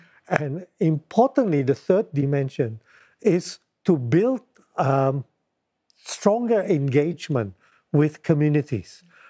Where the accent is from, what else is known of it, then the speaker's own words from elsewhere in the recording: Indonesia; I come from Indonesia. We have 17,000 islands.